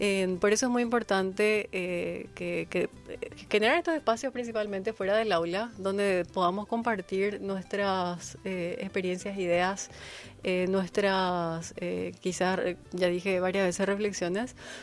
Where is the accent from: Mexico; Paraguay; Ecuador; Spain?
Paraguay; entender quiénes somos como paraguayos